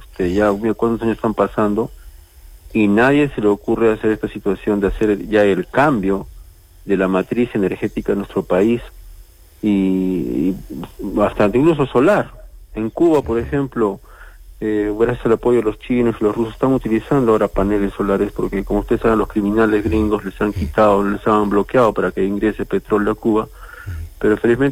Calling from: Cayma, Arequipa, Peru; de Caima.

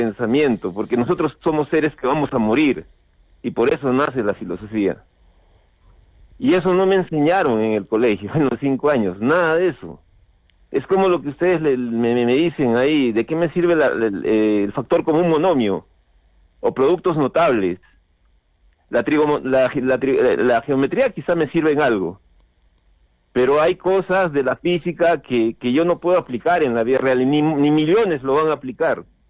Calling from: Peru; de Pachacute.

